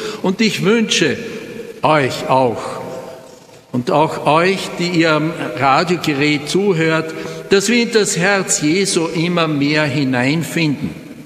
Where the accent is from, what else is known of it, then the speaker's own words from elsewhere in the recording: Vienna, Austria; now in Styria, Austria; Mich als gebürtiger Wiener, aber Priester der Diözese Innsbruck